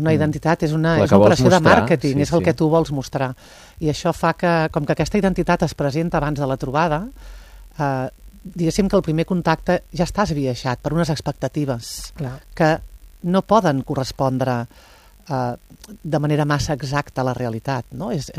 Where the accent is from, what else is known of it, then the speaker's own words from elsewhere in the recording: Catalonia, Spain; jo soc de Plaça Lluçanès.